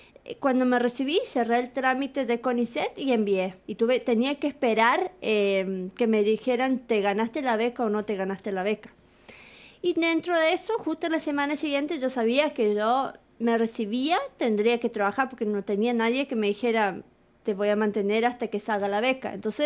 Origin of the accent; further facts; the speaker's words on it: Misiones, Argentina; moved away as an adult; yo de Balseiro me tuve que volver a Misiones